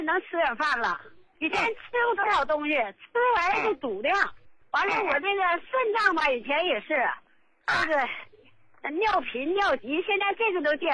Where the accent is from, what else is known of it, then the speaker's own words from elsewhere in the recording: Jilin, China; 我是吉林的。